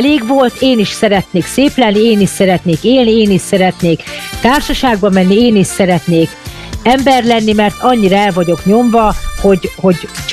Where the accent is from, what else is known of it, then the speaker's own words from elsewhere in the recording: Pesterzsébet, Budapest, Hungary; born there; Hát én a Baba utcában születtem Pester Zsébet, onnan jöttem.